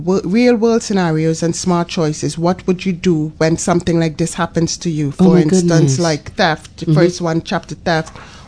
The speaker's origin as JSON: {"language": "English", "country": "Trinidad & Tobago", "said": "I'm Trinidadian."}